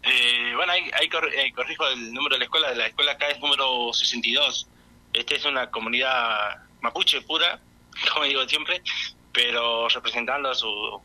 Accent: Santiago del Estero, Argentina; accent: northern; moved away as an adult; now in Yala Laubat, Argentina; yo estoy acá en la zona de la meseta, bueno, soy de Santiago del Estero, ya me saco la tonada. Estoy acá en Yala Laubat hace 2 años.

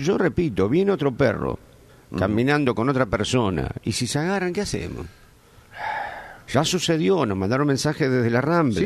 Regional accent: San Antonio Este, Río Negro, Argentina; born there; Yo nací en San Antonio Este.

